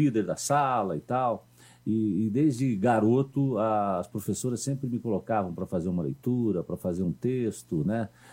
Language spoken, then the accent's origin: Portuguese; Curitiba, Paraná, Brazil; Eu sou da região do Boqueirão, uhum, né? Sou da região do Boqueirão, ali Boqueirão, Auer, Xaxim, Uberaba, Alto Boqueirão.